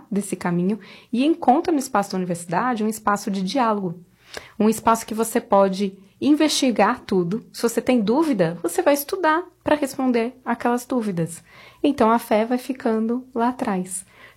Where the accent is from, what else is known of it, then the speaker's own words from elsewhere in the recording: São Paulo, Brazil; Olá! Bom, eu sou de São Paulo, casada já há 14 anos com o Lucas, meu amigo de escola.